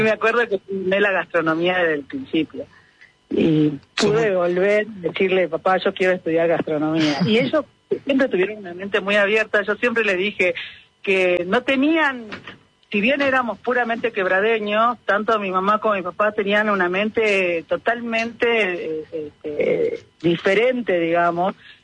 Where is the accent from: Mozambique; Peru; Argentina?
Argentina; Tilcara, Jujuy; also born or lived in Buenos Aires / France; En realidad yo salí de Tilcara a estudiar, estuve estudiando en Buenos Aires, después hice una especialización en Francia, pero siempre volví a la tierra.